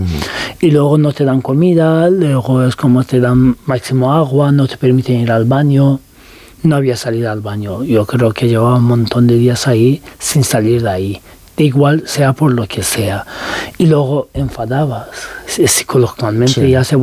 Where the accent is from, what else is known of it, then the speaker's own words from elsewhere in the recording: Turkey; Spanish is a second language; now in Spain; da igual que seas también turco, porque digo, soy turco y podía pasar más sí.